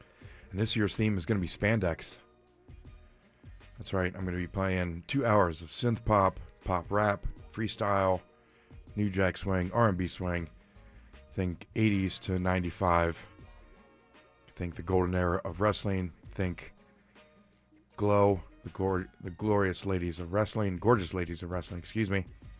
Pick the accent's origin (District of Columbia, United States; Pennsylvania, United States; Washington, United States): Pennsylvania, United States; Philadelphia; accent: Philly; acknowledging my Philly accent.